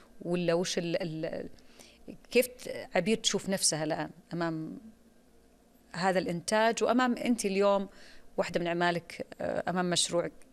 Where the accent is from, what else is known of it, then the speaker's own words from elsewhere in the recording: Saudi Arabia; هذا العمل والمشروع الكبير اللي إحنا نعتز فيه كسعوديين